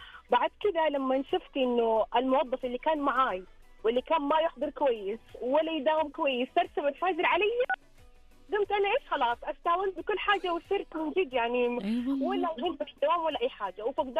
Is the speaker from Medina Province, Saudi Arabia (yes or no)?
no; Jeddah, Makkah Province, Saudi Arabia; انا من جده. انا من جده.